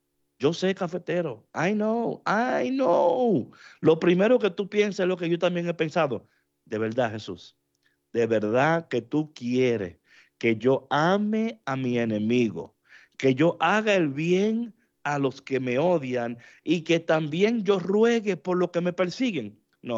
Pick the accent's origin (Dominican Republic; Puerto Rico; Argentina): Dominican Republic; now in León, Mexico; como dicen por ahí en mi país de la República Dominicana.